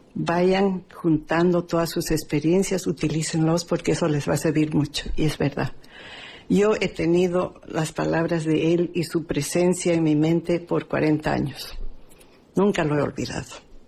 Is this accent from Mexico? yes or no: no; Bolivia; yo soy de Bolivia, pero soy alma peruana.